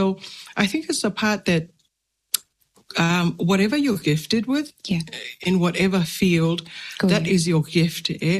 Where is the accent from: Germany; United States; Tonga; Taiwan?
Tonga; now in Unknown; as a young Tongan girl growing up in Tonga and now a mum, that doesn't leave me